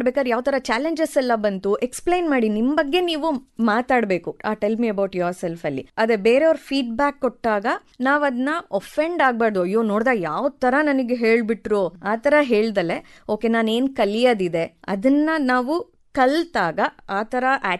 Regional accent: Hassan, Karnataka, India; moved away; ನಾನು ಒಂದು ಸಣ್ಣ ಊರಿಂದ ಬಂದಿದ್ದು, ಹಾಸನ್ ಅವಳು.

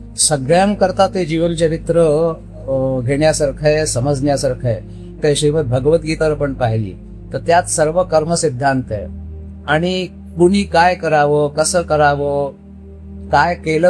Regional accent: Varanasi, Uttar Pradesh, India; now in Lucknow, India; मी मूळचा काशीचा राहणारा, पण 1996 मध्ये मी लखनौला आलो

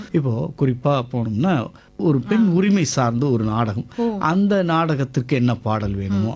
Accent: Karumathur, Tamil Nadu, India; மதுரையிலிருந்து உசிலம்பட்டி போகின்ற பகுதியில நடுவுல ஒரு பகுதி கருமாத்தூர் அப்படிங்கிற ஒரு கிராமம். அது எங்களுடைய சொந்த ஊர்.

